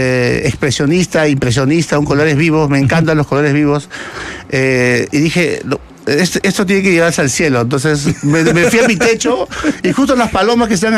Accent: Vitarte, Lima, Peru; born there; yo tengo raíces ayacuchanas. Nací en Vitarte, en un lugar pues donde la lucha es las 8 horas

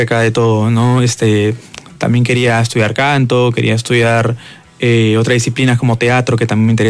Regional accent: Trujillo, La Libertad, Peru; moved away as an adult; now in Lima, Peru; Soy de Trujillo.

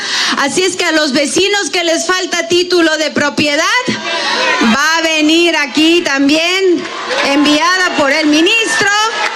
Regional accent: Peru; Es que así somos los peruanos, ¿no?

